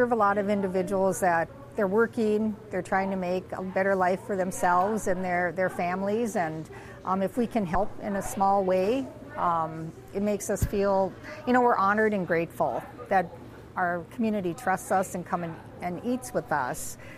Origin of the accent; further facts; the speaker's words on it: Fargo, North Dakota, United States; and I'm from Fargo